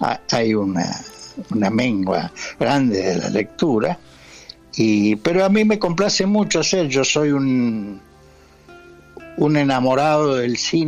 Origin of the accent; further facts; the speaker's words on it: San Luis, Argentina; now in Buenos Aires, Argentina; Es mi lugar de nacimiento, aunque yo más bien ahora he pasado más tiempo en Buenos Aires que en San Luis.